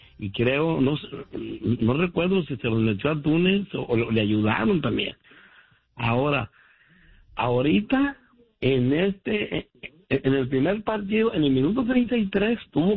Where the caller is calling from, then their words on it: Los Angeles, California, United States; Buenos días, de acá de Los Ángeles, California.